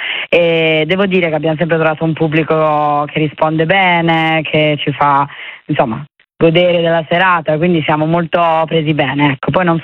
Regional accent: Turin, Piedmont, Italy; Sì, no, io da torinese sono stata in guerra per anni con Milano

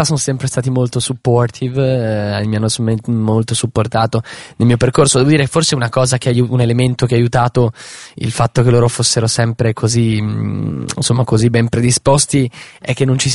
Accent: Bologna, Emilia-Romagna, Italy; nella mia città natale, Bologna

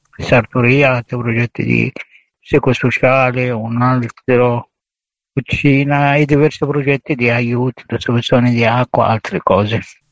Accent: Khan Yunis, Gaza Strip, Palestine; sono di Khan Yunis

